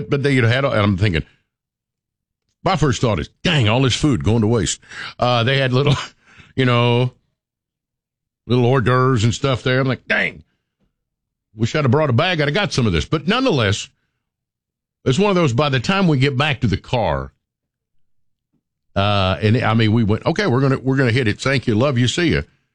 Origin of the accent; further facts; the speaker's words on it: Sevierville, Tennessee, United States; I talked about growing up in Sevierville and never imagined all of this